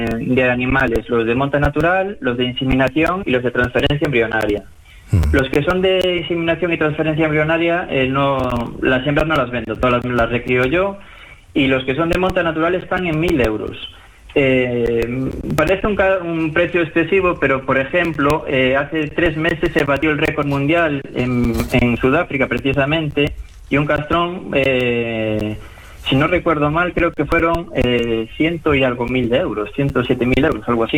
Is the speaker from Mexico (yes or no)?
no; Spain; fui durante muchísimos años el único español que había allí